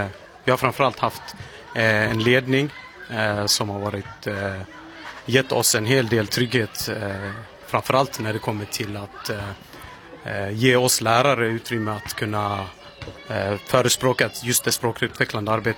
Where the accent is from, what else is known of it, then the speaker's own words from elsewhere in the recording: Dalarna County, Sweden; jag är egentligen inte ens från Rosengård, jag är från Dalarna från början.